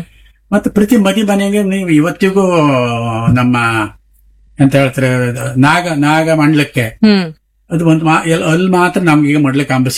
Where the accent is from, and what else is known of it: Karnataka, India